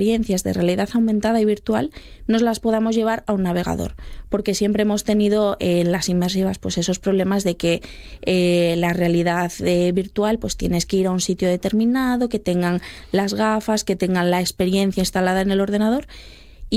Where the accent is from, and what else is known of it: Asturias, Spain